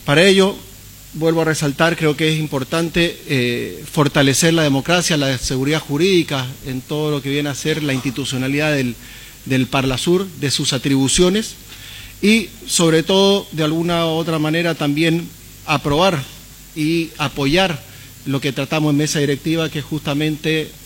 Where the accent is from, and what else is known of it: Bolivia